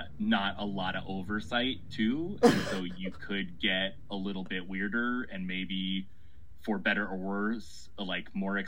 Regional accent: Minnesota, United States; also born or lived in Ohio / Chicago; now in Portland, United States; I grew up in the Midwest, like any modern Portlander. And I grew up in Minnesota. Spent most of my like 20s I went to school in Ohio and then lived in Chicago for most of my 20s. So that's definitely where my roots are

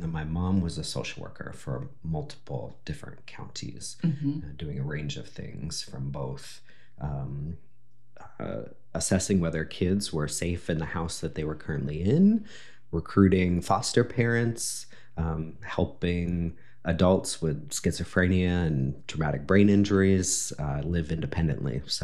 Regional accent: Littleton, Colorado, United States; moved away; I grew up in Littleton, Colorado, in many houses, probably seven different houses, but always in Littleton.

